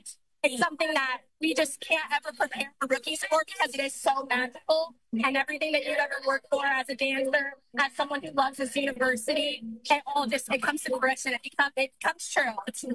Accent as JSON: {"language": "English", "town": "Columbia", "region": "Missouri", "country": "United States", "tie": "born or raised there", "said": "Yes, so I grew up in Columbia. I went to Rockbridge High School."}